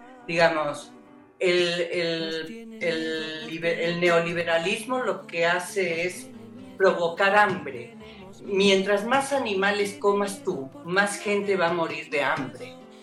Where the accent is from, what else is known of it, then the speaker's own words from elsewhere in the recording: Argentina; now in Mexico; Llego, salimos de Argentina un grupo de música, anduvimos de pueblo en pueblo cantando y hubo un momento en que decidí venir a despedir a una amiga y me gustó y me quedé.